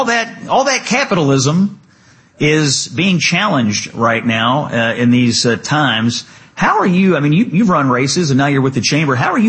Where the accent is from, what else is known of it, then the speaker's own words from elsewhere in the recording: Kentucky, United States; So we're going to go to Kentucky, my home state.